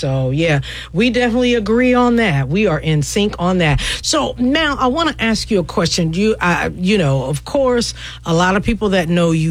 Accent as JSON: {"language": "English", "region": "Alabama", "country": "United States", "tie": "born there", "also_born_or_lived": "Bay Area, Northern California", "moved": "yes", "lives_now": "Jacksonville, United States", "said": "my little hometown that I grew up in Alabama."}